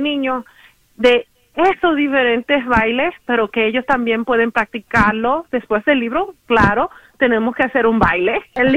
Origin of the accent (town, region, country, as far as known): Santiago, Dominican Republic; born or raised there